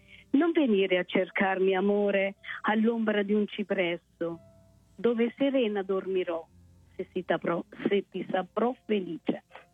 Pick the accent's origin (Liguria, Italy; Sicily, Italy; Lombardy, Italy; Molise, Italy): Molise, Italy; Cantalupo nel Sannio; moved away